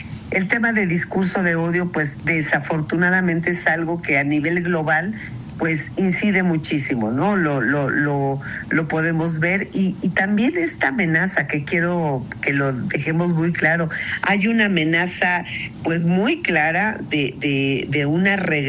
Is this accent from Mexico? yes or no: yes; Mexico